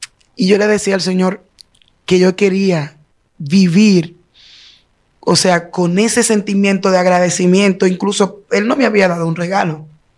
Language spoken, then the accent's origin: Spanish; Villa Altagracia, San Cristóbal, Dominican Republic; moved away as an adult; yo vengo de un batey de Villa Altagracia, se llama Básima. Yo crecí ahí junto a mi familia. Nunca salí de ahí hasta ahora que me casé.